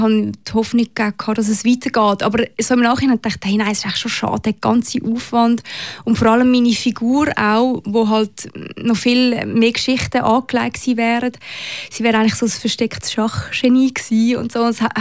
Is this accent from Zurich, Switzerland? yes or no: yes; Zurich, Switzerland; moved away as an adult; Ich bin halt aus Zürich gekommen und das ist so ein bisschen, ist ja die grösste Stadt, die wir haben.